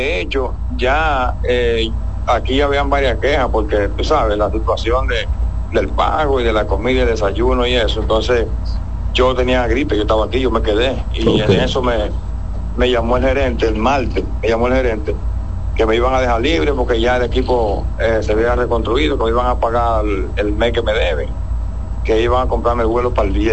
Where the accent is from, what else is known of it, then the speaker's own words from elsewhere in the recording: Dominican Republic; moved away as an adult; now in Venezuela; Yo lo que quisiera es estar en mi país ahora mismo.